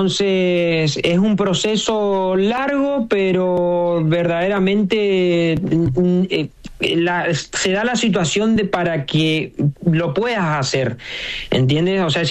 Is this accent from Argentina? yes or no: yes; Argentina; Nosotros como latinos, o sea, como argentinos más que nada, viste que nosotros, no sé, nos levantamos el domingo, preparamos los matecitos, prendemos el fuego